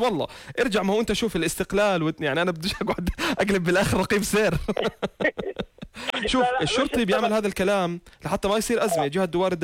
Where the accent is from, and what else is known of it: Jordan